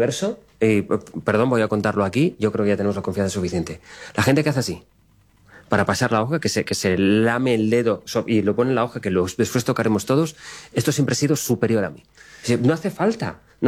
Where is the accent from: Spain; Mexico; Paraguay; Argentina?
Spain; Valencia, Valencian Community; Soy de Valencia.